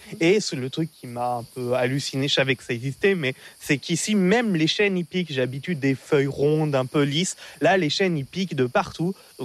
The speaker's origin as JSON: {"language": "French", "region": "Auvergne-Rhône-Alpes", "country": "France", "said": "Et le week-end, ma mère était allée à son église, donc par chez nous en Haute-Loire"}